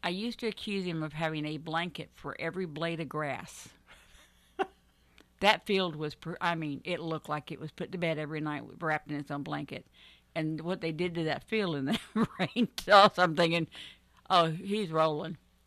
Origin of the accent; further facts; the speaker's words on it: Florida, United States; I grew up in South Florida.